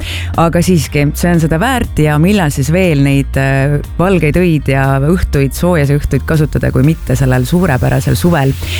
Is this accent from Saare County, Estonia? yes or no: yes; Kuressaare, Saare County, Estonia; minu kodulinnas Kuressaares juba 21 graadi sooja.